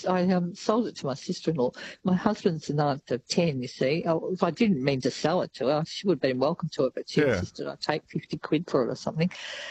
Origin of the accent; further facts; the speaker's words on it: Ararat, Victoria, Australia; I'm also from Ararat.